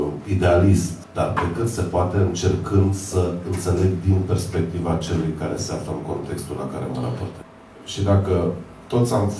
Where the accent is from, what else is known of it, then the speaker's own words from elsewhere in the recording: Vișeu de Sus, Maramureș County, Romania; pe Valea Vaserului, de unde sunt eu, din Vișeul de...